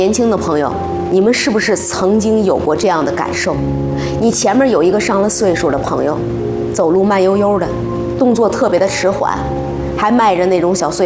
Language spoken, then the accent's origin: Chinese; China